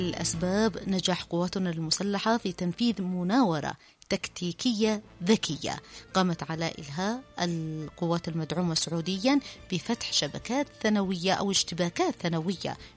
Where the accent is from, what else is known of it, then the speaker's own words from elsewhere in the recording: Yemen; لمحور المقاومة الذي متمثل في بلادنا اليمن على باب المندب